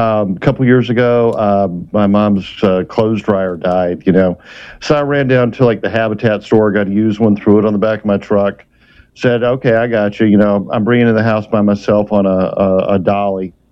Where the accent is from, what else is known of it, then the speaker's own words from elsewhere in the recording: the South, United States; I'm from the South, so we eat a lot of collards and turnips and mustard greens.